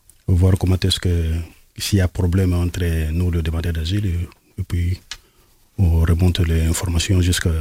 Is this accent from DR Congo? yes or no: yes; DR Congo; moved away as an adult; now in France; je viens de la République démocratique du Congo.